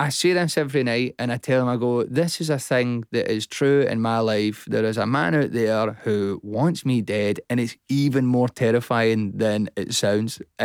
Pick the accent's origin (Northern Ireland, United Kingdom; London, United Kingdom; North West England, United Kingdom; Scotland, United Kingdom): Scotland, United Kingdom; there's various things, you know, like class, being Scottish, all these other things, and I just examine them and extrapolate and find all the funny bits in them.